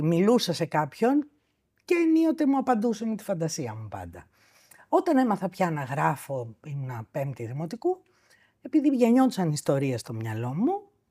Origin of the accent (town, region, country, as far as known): Greece; born or raised there; also born or lived in Istanbul, Turkey